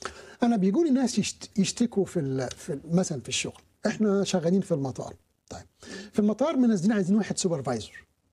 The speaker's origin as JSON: {"language": "Arabic", "country": "Egypt", "said": "قلت له انا مصري"}